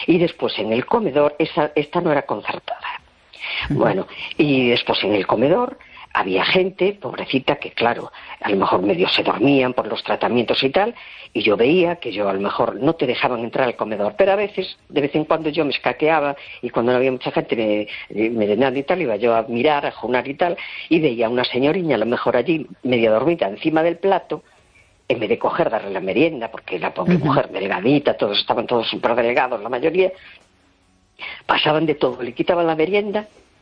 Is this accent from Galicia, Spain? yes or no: yes; A Coruña, Galicia, Spain; Hola, buenas noches … de La Coruña.